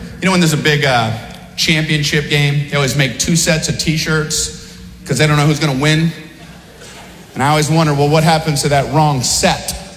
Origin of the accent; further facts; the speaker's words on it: Miami, Florida, United States; I grew up in Miami, Florida.